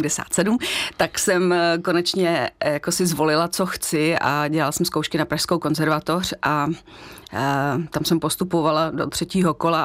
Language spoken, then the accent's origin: Czech; Kladno, Central Bohemian Region, Czechia; Komunisti zapomněli na náš velký byt v Kladně, já jsem z Kladna.